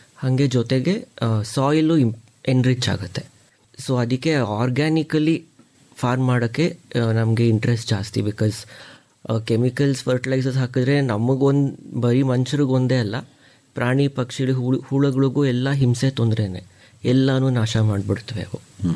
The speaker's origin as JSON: {"language": "Kannada", "town": "Mysore", "region": "Karnataka", "country": "India", "tie": "born or raised there", "said": "ನಾನು ಮೈಸೂರಲ್ಲೇ ಹುಟ್ಟು ಬೆಳೆದಿದ್ದು"}